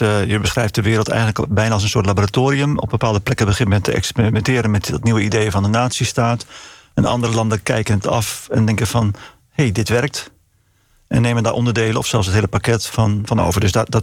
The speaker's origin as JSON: {"language": "Dutch", "country": "Netherlands", "said": "we hebben over onszelf echt moeten leren nadenken als Nederlanders."}